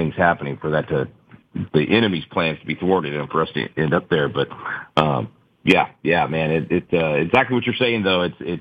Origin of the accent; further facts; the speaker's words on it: Texas, United States; even in frankly where I grew up in the Dallas-Fort Worth area, my old high school is one of the ones that's been highlighted